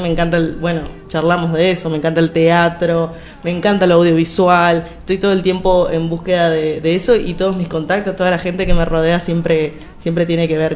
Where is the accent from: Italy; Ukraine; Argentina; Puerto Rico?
Argentina; Ingeniero Jacobacci, Río Negro; moved away as an adult; also born or lived in Tucumán / General Roca; now in Buenos Aires, Argentina; Yo soy de Tucumán, soy nacida en Tucumán, tengo toda mi familia allá, viajo todos los años, me encanta, pero la verdad es que crecí en Ingeniero Jacobacci. Ingeniero Jacobacci es un pueblo de la línea sur de Río Negro, queda muy cerquita de Bariloche. Yo crecí, pasé la mayor parte de mi vida ahí